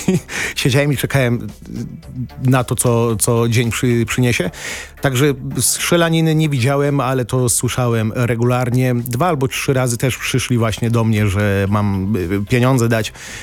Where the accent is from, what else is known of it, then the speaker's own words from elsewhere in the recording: Szczecin, West Pomeranian Voivodeship, Poland; jestem ze Szczecina